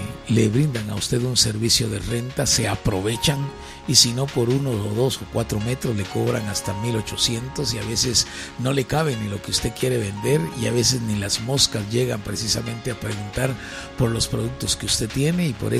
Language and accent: Spanish; Guatemala; hay que recordar de que somos guatemaltecos, de que somos un país pobre